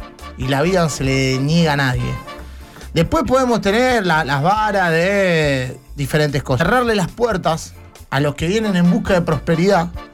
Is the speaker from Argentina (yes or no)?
yes; Argentina; Nosotros como argentinos